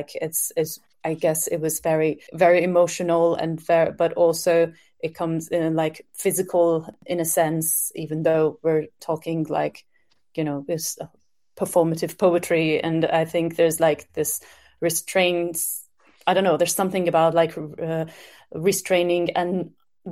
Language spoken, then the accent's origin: English; Iran; moved away; growing up in Iran